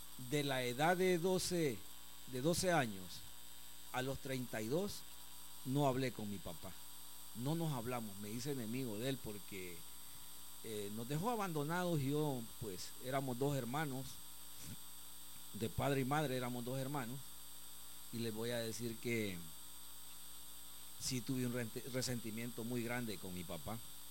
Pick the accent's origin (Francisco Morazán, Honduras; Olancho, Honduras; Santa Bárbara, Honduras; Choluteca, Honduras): Choluteca, Honduras; born there; nací en Choluteca bajo una tormenta.